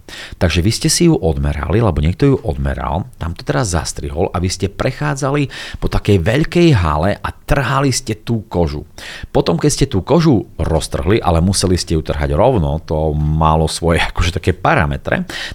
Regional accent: Bardejov, Prešov Region, Slovakia; born there; som sa narodil v Bardejove. Bardejov je také malé mestečko, krásne mestečko

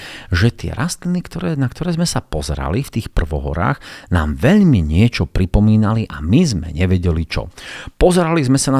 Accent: Bardejov, Prešov Region, Slovakia; ako dieťa som býval v Bardejove. No a v Bardejove som býval na takom sídlisku a to sídlisko bolo hneď pod lesom. Bývali sme v bytovke

